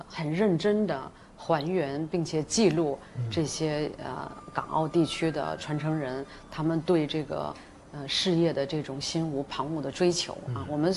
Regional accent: Guangdong, China; 对，他们粤语肯定不比我们真正土生土长的这个传统的广东人士呢说得差

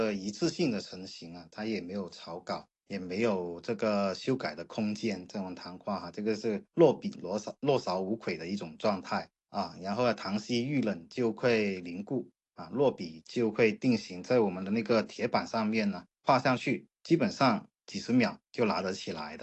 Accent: Lingnan, China

